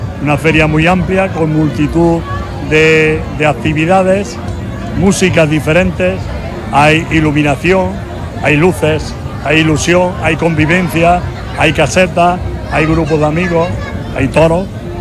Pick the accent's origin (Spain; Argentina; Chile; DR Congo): Spain; Andújar, Andalusia; lo mejor que tenemos en Andújar son sus gentes